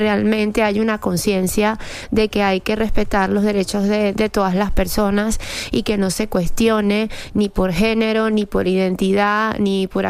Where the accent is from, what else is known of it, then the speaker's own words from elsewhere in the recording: Venezuela; now in Spain; yo, como inmigrante venezolana, que ahora estoy nacionalizada aquí en España